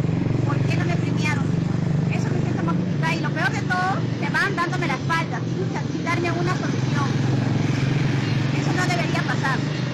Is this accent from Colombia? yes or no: no; Lima, Peru; Y a veces uno viene de lejos, ¿no? Yo vengo de Lima, vengo a participar